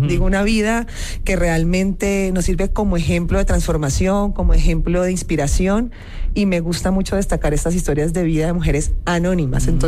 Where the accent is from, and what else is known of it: Cali, Valle del Cauca, Colombia; now in Bogotá, Colombia